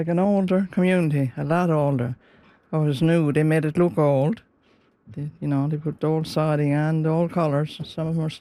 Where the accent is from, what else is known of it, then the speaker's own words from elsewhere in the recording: Brigus South, Newfoundland and Labrador, Canada; now in Cape Royal, Canada; I grew up right here in Brickus, just in here behind the center, the fishing stage there.